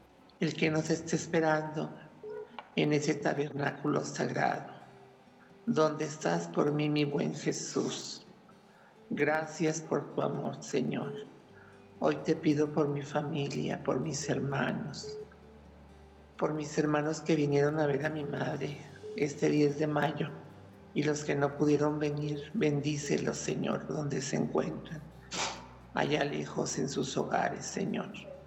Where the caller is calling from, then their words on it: Santa Bárbara, Chihuahua, Mexico; de Santa Bárbara, Chihuahua.